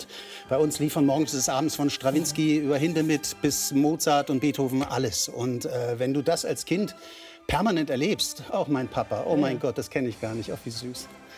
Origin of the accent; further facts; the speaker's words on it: East Germany, Germany; born there; Ich war Italiener in der DDR.